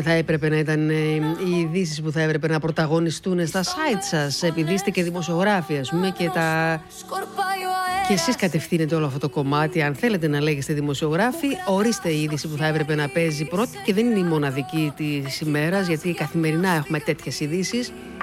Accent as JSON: {"language": "Greek", "country": "Greece", "said": "Σαν Ελληνίδα δεν με νοιάζει."}